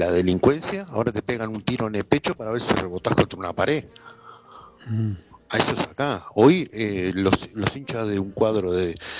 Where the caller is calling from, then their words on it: Uruguay; te hablo como tú, uruguayo